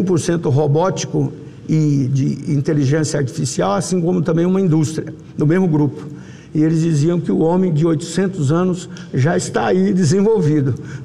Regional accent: Rondonópolis, Mato Grosso, Brazil; a minha cidade natal, Rondonópolis

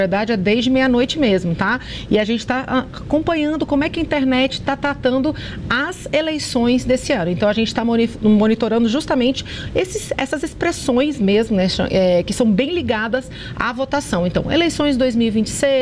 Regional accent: Brazil; eu sou brasileira

